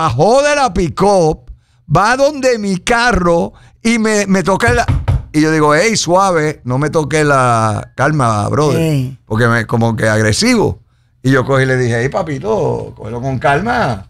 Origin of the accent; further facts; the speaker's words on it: Puerto Rico; Somos boricuas.